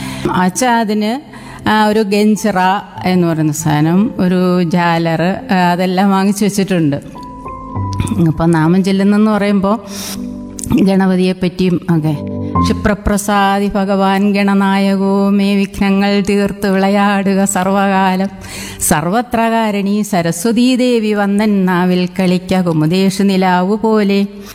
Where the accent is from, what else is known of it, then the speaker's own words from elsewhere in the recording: Chirakkara, Kerala, India; പക്ഷേ ഞാൻ ജനിച്ചു വളർന്നതൊക്കെ കൊല്ലം ജില്ലയിൽ തന്നെ ചിറക്കര എന്ന് പറഞ്ഞൊരു സ്ഥലമുണ്ട്. ഒരു കൊച്ചു ഗ്രാമം, നല്ല സുന്ദരിയായ ഒരു ഗ്രാമം.